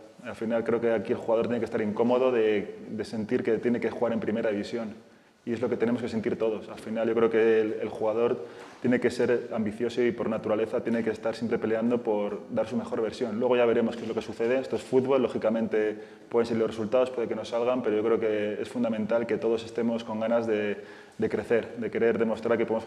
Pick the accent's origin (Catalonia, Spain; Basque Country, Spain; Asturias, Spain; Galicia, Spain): Basque Country, Spain; Bilbao; moved away; yo soy de Bilbao